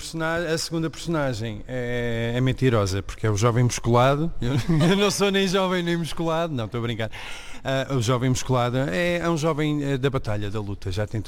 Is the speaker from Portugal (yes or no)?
yes; Lisbon, Portugal; Eu sou, sim, por acaso eu sou filho de bairro social, de um bairro que tem um grande pulmão, que é o Vale do Silêncio. Eu sou dos Olivais Sul